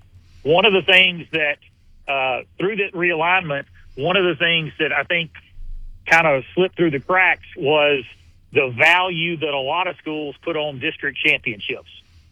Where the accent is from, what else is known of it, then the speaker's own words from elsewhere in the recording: Canton, Mississippi, United States; I grew up in Canton, and we were a AA school.